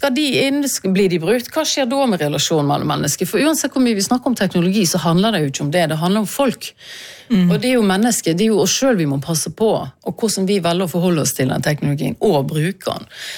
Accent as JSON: {"language": "Norwegian", "region": "Vestland", "country": "Norway", "said": "Ja, jeg er jo stril, sant? Så jeg prøver jo å holde på språket."}